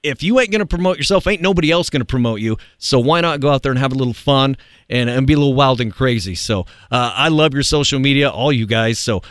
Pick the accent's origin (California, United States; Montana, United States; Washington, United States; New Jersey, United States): Montana, United States; That's a hop, skim, and a jump from my hometown.